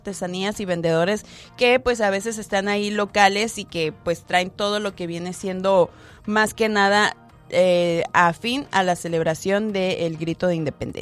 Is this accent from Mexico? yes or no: yes; Mexico; nosotros como mexicanos en el país que estemos